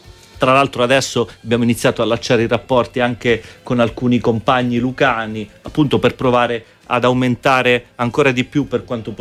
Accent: Montegiordano, Calabria, Italy; vengo da Montegiordano

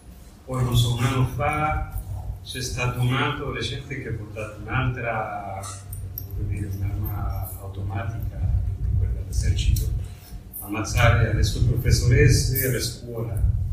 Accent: Mexico; io vengo dal Messico e lì la realtà diciamo nordamericana degli Stati Uniti è molto presente

